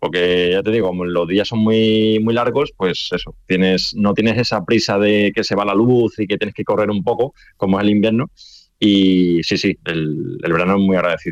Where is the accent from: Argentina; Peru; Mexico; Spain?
Spain; Seville, Andalusia; yo soy de Sevilla